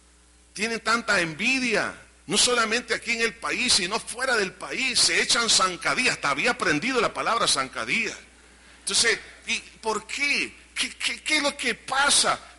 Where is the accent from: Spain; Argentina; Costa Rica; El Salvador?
El Salvador; Como salvadoreños y en muchas otras culturas, se evita la confrontación cara a cara.